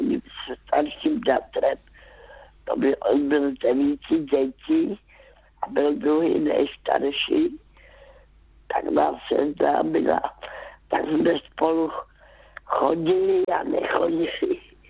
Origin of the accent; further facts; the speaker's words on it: Karolinka, Zlín Region, Czechia; born there; já už jsem byla vdaná a jezdívala jsem zpátky do Karolinky, zpátky mého rodiště.